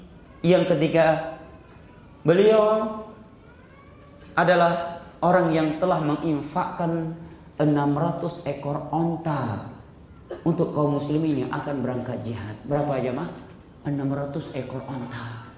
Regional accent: Pidie Jaya, Aceh, Indonesia; Ya, di daerah saya terjadi sepertiga akhir malam sebelum waktu subuh di Pidijaya.

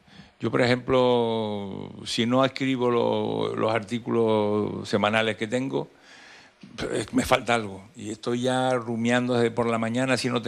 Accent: El Hierro, Canary Islands, Spain; born there; also born or lived in La Laguna, Tenerife; yo recuerdo cuando chico en El Hierro

